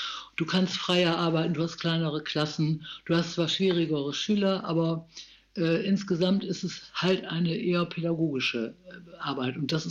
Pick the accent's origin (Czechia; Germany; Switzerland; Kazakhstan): Germany; Varel, Lower Saxony; ich habe mich ganz bewusst dann nach Varel beworben, weil ich dachte, das ist meine Heimat. Die Umgebung ist mir bekannt.